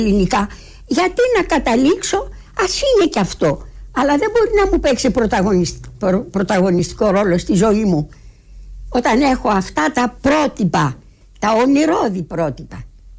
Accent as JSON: {"language": "Greek", "country": "Greece", "said": "σαν Ελληνίδα"}